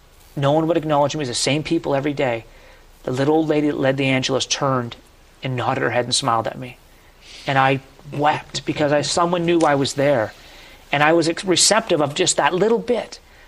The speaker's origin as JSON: {"language": "English", "country": "Canada", "tie": "born or raised there", "said": "home to Canada, all I had was my past. There was no one. I'd never been a Catholic or a Christian in my hometown."}